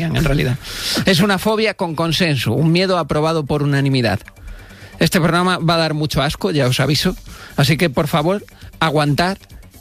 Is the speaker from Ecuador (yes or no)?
no; Tenerife, Canary Islands, Spain; born there; Ah, es que hay mucha cucaracha. Es que yo nací en Tenerife.